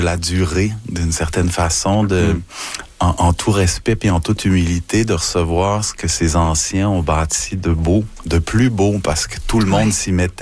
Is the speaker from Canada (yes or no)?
yes; Montreal, Quebec, Canada; c'est ce qui nous a frappé quand on est arrivé de la Grand-Ville, parce qu'on était des Montréalais.